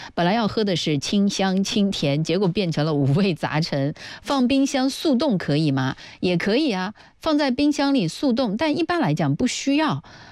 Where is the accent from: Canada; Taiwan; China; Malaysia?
China